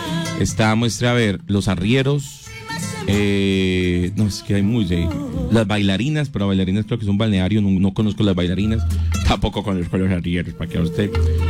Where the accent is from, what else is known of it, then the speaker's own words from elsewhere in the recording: Pereira, Risaralda, Colombia; yo soy de Pereira.